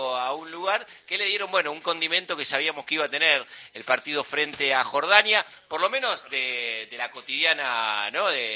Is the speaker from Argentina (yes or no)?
yes; Argentina; ayer que mientras estábamos viviendo nosotros como hinchas argentinos, ajustando algunas cuestiones de la logística para ir a ver a la selección